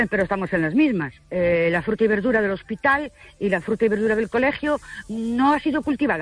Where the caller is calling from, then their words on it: Ourense, Galicia, Spain; de Orense.